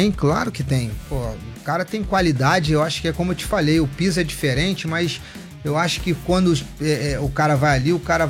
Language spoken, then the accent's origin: Portuguese; Brazil; eu sou brasileiro